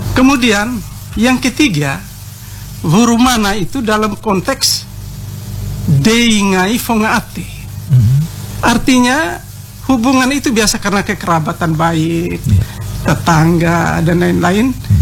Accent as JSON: {"language": "Indonesian", "region": "East Nusa Tenggara", "country": "Indonesia", "said": "Saya berasal dari Kampung Adat Bolotopo. Jelasnya rumah suku saya suku Atarobo."}